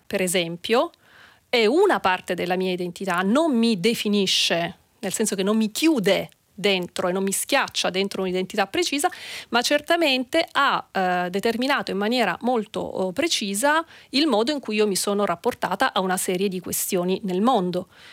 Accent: Sicily, Italy; moved away as an adult; now in Germany; sono siciliana, vivo in Germania

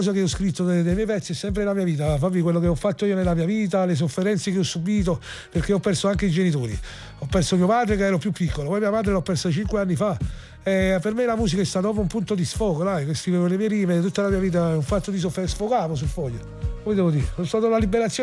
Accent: Acerra, Campania, Italy; Sì, dove sono nato io, dove è nato Pulcinella.

